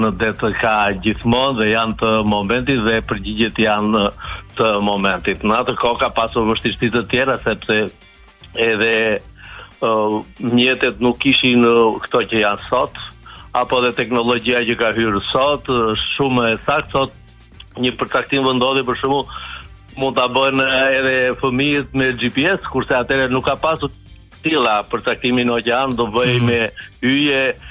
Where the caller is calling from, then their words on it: Vlorë, Vlorë County, Albania; Unë jam nga Vlora